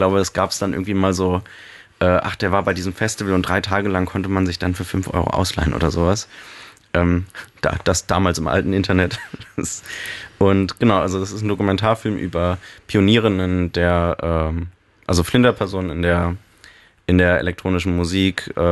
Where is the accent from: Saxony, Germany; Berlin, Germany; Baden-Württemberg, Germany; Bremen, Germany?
Berlin, Germany; ich komme ursprünglich aus der Berliner Vorstadt